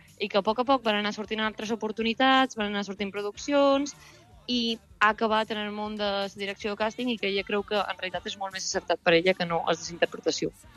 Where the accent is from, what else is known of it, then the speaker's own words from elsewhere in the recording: Palma, Balearic Islands, Spain; moved away as an adult; now in London, United Kingdom; Jo sóc de Palma, sóc de Santa Catalina.